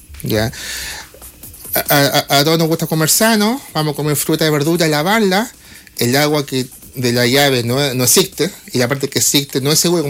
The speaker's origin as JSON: {"language": "Spanish", "town": "Copiapó", "region": "Atacama", "country": "Chile", "tie": "born or raised there", "moved": "yes", "said": "yo me crié en Cuyapó, igual conozco bien la zona"}